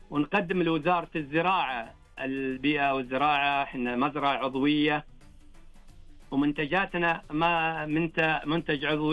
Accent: Saudi Arabia; عندنا في المملكة العربية السعودية

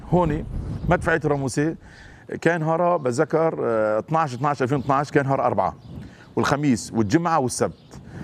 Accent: Aleppo, Aleppo Governorate, Syria; أنا من صلاح الدين

